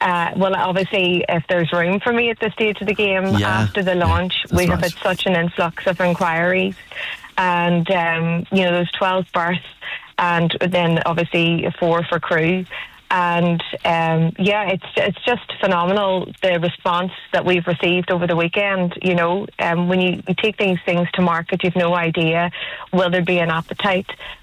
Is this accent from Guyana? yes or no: no; Tyrone, Northern Ireland, United Kingdom; I am from Tyrone.